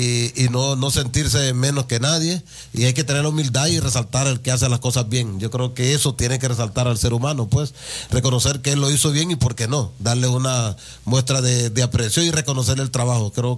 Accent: Brazil; No, yo soy de Brasil, aunque no anda muy bien, soy brasileño.

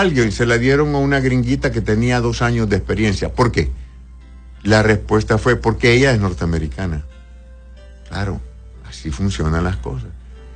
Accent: Honduras; also born or lived in United States

